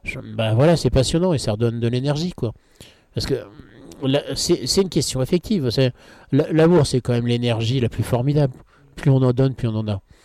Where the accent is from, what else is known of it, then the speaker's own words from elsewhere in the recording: Brittany, France; je suis breton